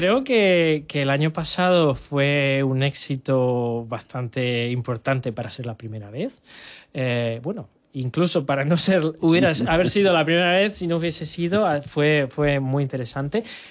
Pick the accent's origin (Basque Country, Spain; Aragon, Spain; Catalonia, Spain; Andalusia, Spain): Andalusia, Spain; Almería; also born or lived in London; now in Hong Kong; Sí, bueno, yo vivo fuera, yo soy de Almería, pero llevo 9 años en Hong Kong. Estuve en Londres también